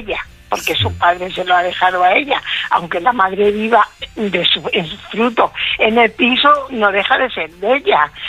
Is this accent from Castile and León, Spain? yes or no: yes; Valladolid, Castile and León, Spain; De Burgos, eso, y yo soy de Valladolid.